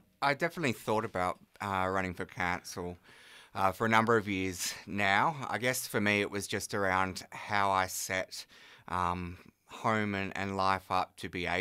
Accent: Traralgon, Victoria, Australia; So for me, I was born and raised in Latrobe. I was born in Trelgren and lived there most of my life, and currently live in Glengarry

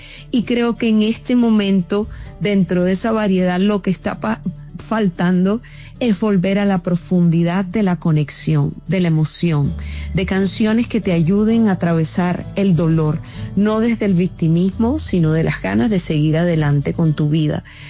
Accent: Barranquilla, Atlántico, Colombia; esto es fabuloso, además en mi tierra, en Barranquilla, imagínate.

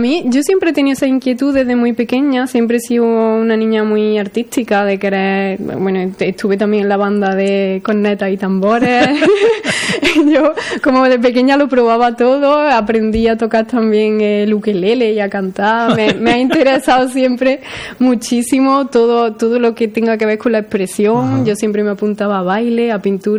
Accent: Casariche, Andalusia, Spain; Somos cuatro de Casariche

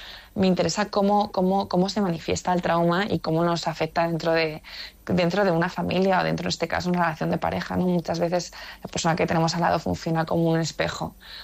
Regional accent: Zaragoza, Aragon, Spain; Porque, bueno, yo soy de Zaragoza, pero de hecho lo ponen en esto de mi

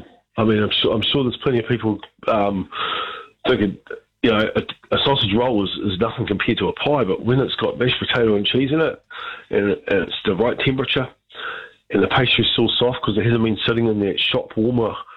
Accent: Invercargill, Southland, New Zealand; I've had a couple of Southland cheese rolls in my life growing up in Invercargill

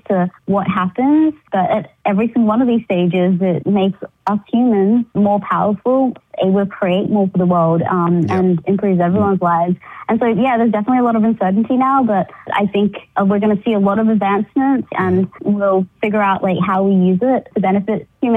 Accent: Cairns, Queensland, Australia; moved away as an adult; now in United States; I was from Cairns in Far North Queensland, and there really wasn't any opportunity for me to learn.

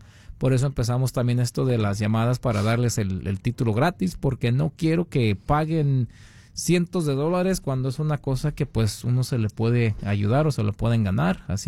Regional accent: Jaral del Progreso, Guanajuato, Mexico; Yo soy de ahí. Soy de cerca de, está cerca de Celaya, Guanajuato.

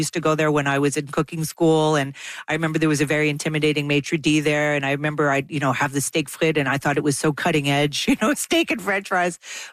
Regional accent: Montreal, Quebec, Canada; I grew up reading in the Montreal Gazette a woman by the name of Helen Rochester, who was the first restaurant critic in Canada.

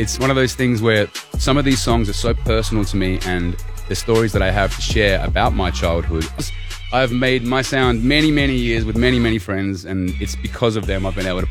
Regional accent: Wales, United Kingdom; my wife is from Wales, and so am I. I'm half Welsh too.

